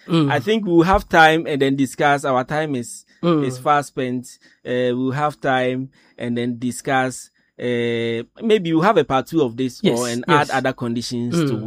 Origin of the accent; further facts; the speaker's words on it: Ghana; Ghana, going to the hospital as a Ghanaian